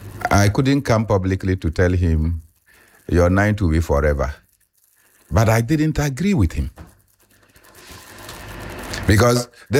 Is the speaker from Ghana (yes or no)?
yes; Ghana